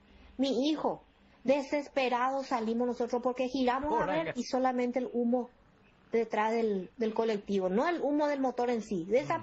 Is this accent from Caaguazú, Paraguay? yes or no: no; San Vicente, Asunción, Paraguay; nosotros somos de San Vicente, el trayecto era muy largo, desde la terminal de ómnibus teníamos que llegar hasta el mercado 4.